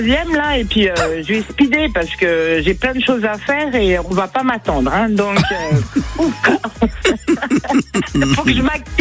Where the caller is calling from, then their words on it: Grand Est, France; Ça fait quelques années que je suis en Moselle